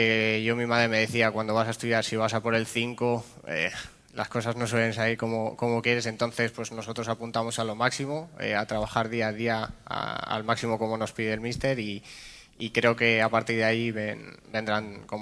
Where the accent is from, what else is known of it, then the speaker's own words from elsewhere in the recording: Spain; Al final yo soy español, conozco toda la historia del Tenerife